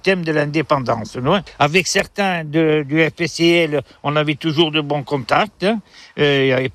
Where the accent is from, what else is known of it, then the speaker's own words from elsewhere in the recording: Corsica, France; On n'est ni pro-français, ni pro-italien, on est corse et basta.